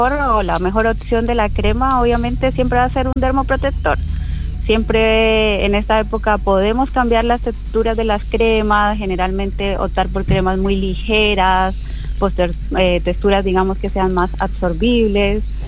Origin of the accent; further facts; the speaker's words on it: Colombia; moved away; yo soy de Colombia.